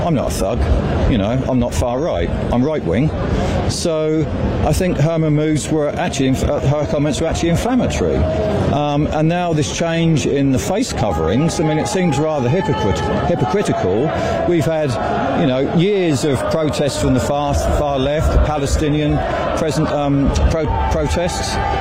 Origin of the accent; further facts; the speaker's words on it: Portsmouth, South East England, United Kingdom; I was born in Portsmouth 68 years ago. I've seen this city and I've seen this country change a hell of a lot in that 68 years.